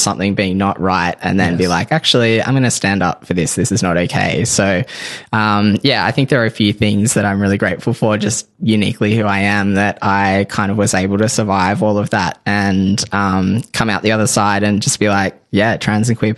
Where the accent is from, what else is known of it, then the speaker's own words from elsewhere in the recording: Tamworth, New South Wales, Australia; I grew up in Tamworth, a country town in New South Wales, country music capital of Australia.